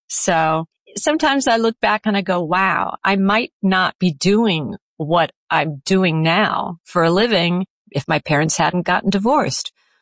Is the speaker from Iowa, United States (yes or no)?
no; Chicago, Illinois, United States; born there; also born or lived in New York; I grew up in Chicago for the first 8 years of my life.